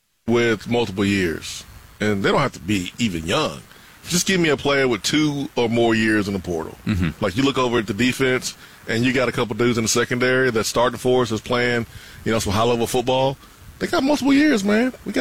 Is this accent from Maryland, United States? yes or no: no; Huntsville, Alabama, United States; moved away; I'm from Huntsville.